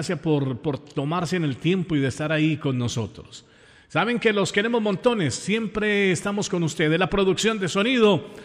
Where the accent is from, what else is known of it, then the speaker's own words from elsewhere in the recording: Colombia; born there; yo soy orgullosamente hispano, orgullosamente latino, hablo orgullosamente este castellano, este español, y me encanta siempre poder compartir con ustedes. Saben que nací en la puerta de Sudamérica, en Colombia, un país divino, maravilloso.